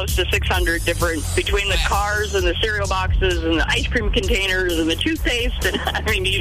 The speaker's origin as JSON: {"language": "English", "town": "Vallejo", "region": "California", "country": "United States", "tie": "born there", "moved": "yes", "said": "I went to junior high school with Jeff Gordon in Vallejo, California. So he is my hometown hero"}